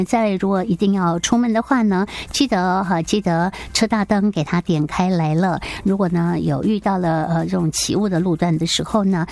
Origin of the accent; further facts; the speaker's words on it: Yilan County, Taiwan; 对于台风呢，我们宜兰人应该有很多的经验了